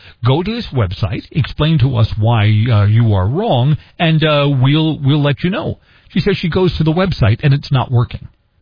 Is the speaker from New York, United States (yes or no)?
yes; New York City, New York, United States; now in Warsaw, United States; I grew up in Brooklyn, and I can tell you that Brooklyn is a huge borough. Where I lived in the Gravesend neighborhood near Coney Island